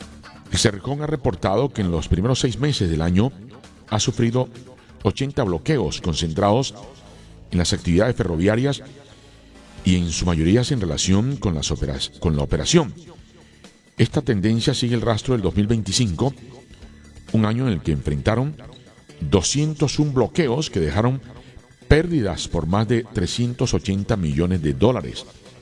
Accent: Colombia; deseosos como colombianos

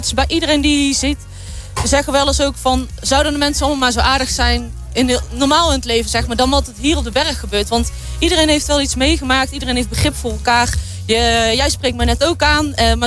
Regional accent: Prinsenbeek, North Brabant, Netherlands; Want je zit allemaal uit hetzelfde dorp. We komen uit Prinsenbeek.

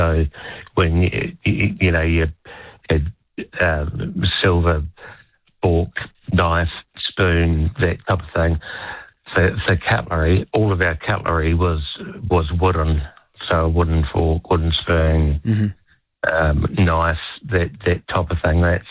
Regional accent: New Zealand; being a Kiwi back in those days

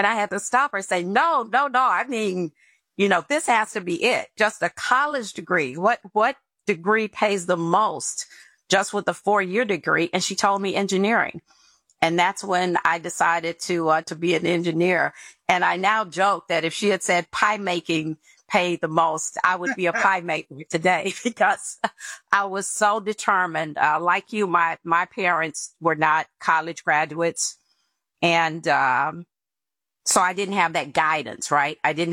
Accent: Tennessee, United States; I'm actually from Tennessee. So I went to Stratford High, which no one will know.

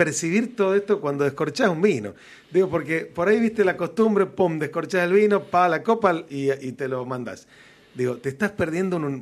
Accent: Coquimbito, Mendoza, Argentina; soy de Coquimbito, Maipo.

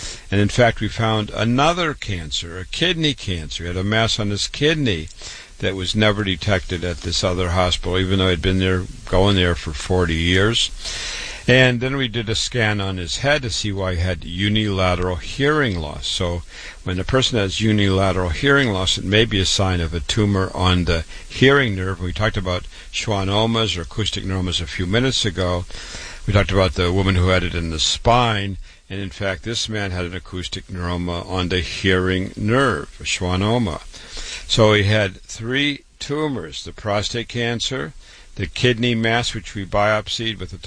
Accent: Waterloo, Iowa, United States; born or raised there

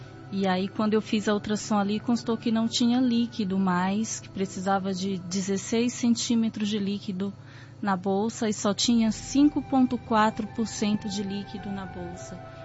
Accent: São Bernardo do Campo, São Paulo, Brazil; eu venho da Vila São Pedro, em São Bernardo do Campo.

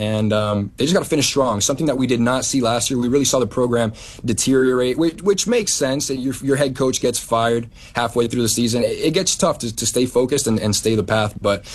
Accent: Florida, United States; moved away as an adult; now in Fayetteville, United States; I'm from Florida originally, so I'm still more or less learning all the culture and all the ropes of Arkansas sports.

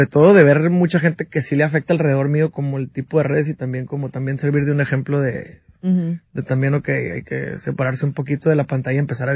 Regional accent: Sonora, Mexico; Yo las cosas es, soy de Sonora, estamos bien impuestos a la crítica, le llamamos carrilla

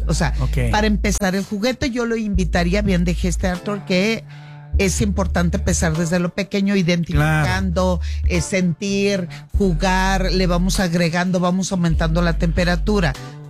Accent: Sinaloa, Mexico; Yo que soy de Sinaloa.

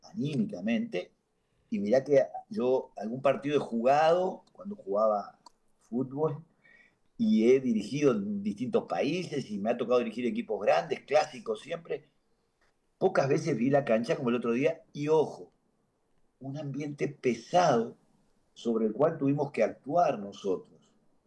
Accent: Uruguay; soy uruguayo, imagínate. No crecí en las Carmelitas descalzas

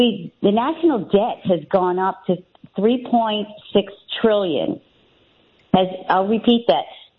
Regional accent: New York, United States; In 2025, I'm a little tired. I'm a New Yorker. We know Donald Trump.

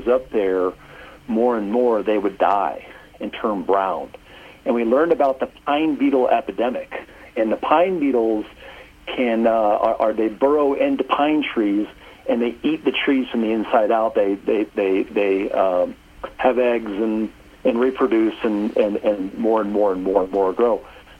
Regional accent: Texas, United States; also born or lived in Oklahoma; I was born in Oklahoma, and I grew up in Texas.

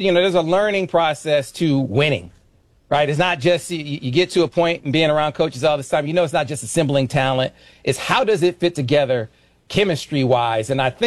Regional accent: Flint, Michigan, United States; born or raised there

